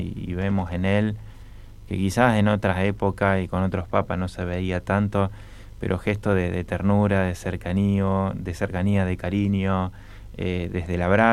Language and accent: Spanish; San Lorenzo, Santa Fe, Argentina; Yo soy de San Lorenzo, no soy de Rosario. Y bueno, fui al Colegio San Carlos, ahí en San Lorenzo, un colegio franciscano.